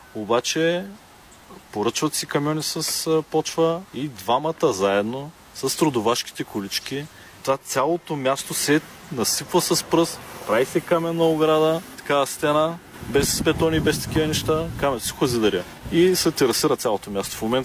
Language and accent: Bulgarian; Burgas, Burgas Province, Bulgaria; born there; Ние сме от Бургас сме родени